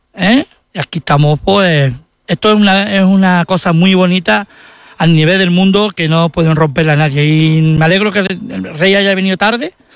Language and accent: Spanish; Spain; Yo soy muy español y daría mi vida por España.